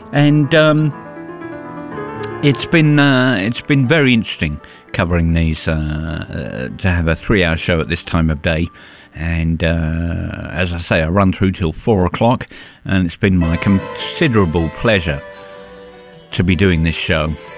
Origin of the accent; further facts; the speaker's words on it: United Kingdom; I'm a Brit.